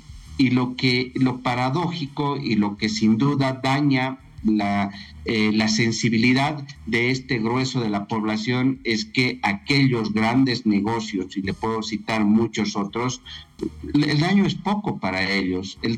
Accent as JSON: {"language": "Spanish", "country": "Bolivia", "said": "los grandes perdedores, y en el ámbito económico, somos los bolivianos."}